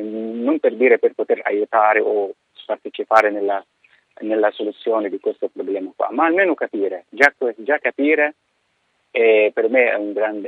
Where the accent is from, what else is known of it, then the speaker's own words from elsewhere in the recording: Egypt; non perché sono egiziano, perché sono egiziano, ma perché veramente il numero più alto dei ragazzi viene proprio dall'Egitto.